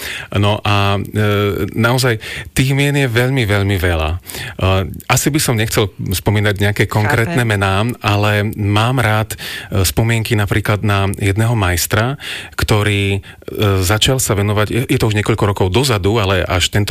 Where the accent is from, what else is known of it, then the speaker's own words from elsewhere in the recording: Žilina, Žilina Region, Slovakia; Ja som rodák zo Žiliny